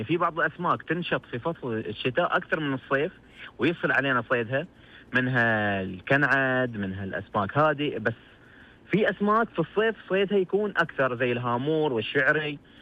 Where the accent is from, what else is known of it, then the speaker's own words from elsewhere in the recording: Saudi Arabia; وعندنا في الشمال منطقة تبوك واملج.